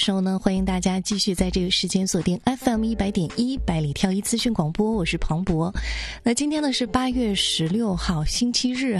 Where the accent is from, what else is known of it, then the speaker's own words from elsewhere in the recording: China; 这是属于我们中国人独有的浪漫节日，就是七夕节。